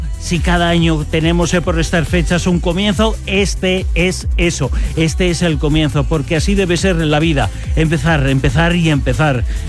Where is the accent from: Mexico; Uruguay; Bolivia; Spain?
Spain; Galicia; Es que soy gallego. Bueno, es que somos muchos gallegos hoy aquí.